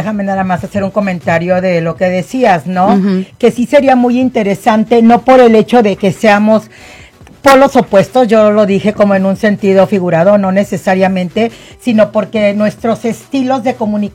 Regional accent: Tlaltizapán, Morelos, Mexico; now in United States; a mi estado voy, a mi pueblo, a Tlaltizapán, Morelos, México

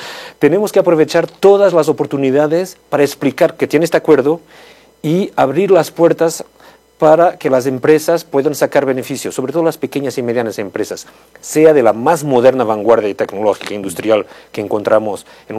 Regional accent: Portugal; Hay un fado de mi país natal, Portugal, que dice que el mejor está por llegar.

